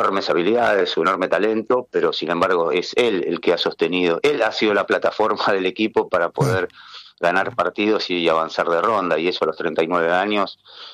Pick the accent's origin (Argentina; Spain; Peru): Argentina; nosotros lo naturalizamos porque somos argentinos, ¿no?